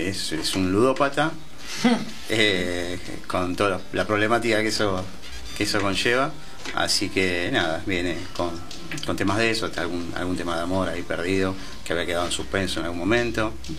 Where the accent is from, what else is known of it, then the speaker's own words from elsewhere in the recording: Buenos Aires, Argentina; moved away as an adult; now in Quilmes, Argentina; Yo vengo de Capital. Sí. Yo hace 20 y pico años que vivo en Quilmes, pero vengo de Saavedra.